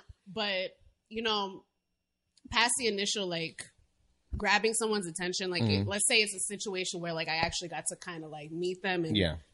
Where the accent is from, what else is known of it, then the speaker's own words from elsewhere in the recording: New York City, New York, United States; I'm from New York City. I'm Italian American. I'm just a New York City personality.